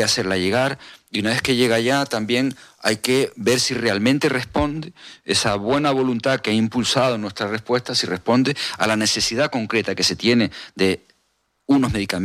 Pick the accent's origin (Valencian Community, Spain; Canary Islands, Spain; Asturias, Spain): Canary Islands, Spain; En una sociedad como la canaria, tan estrechamente vinculada con Venezuela, donde tenemos relaciones familiares directas con personas en el terreno